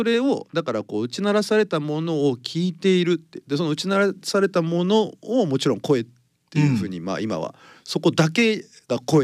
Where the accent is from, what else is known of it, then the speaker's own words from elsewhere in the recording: Uchinada, Ishikawa, Japan; 内灘町出身です。